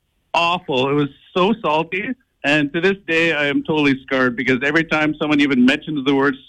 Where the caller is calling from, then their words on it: Powell River, British Columbia, Canada; from Powell River.